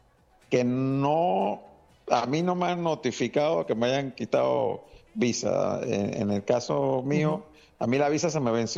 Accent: Panama; yo te puedo decir como panameño

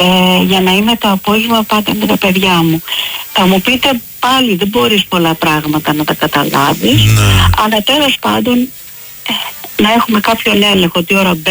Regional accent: Greece; now in Sydney, Australia

